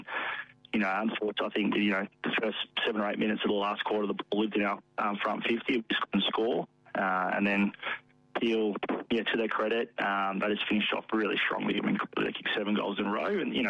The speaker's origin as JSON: {"language": "English", "town": "Melbourne", "region": "Victoria", "country": "Australia", "said": "Well, I mean, look, you know, Phil and Andrew are aware I'm from Melbourne"}